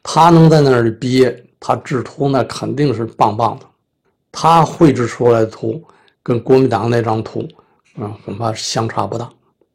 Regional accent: Tianjin, China; 他知道我是天津人呢

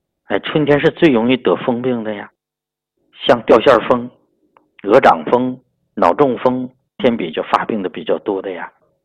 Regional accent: Yunnan, China; 我们云南人吃米线

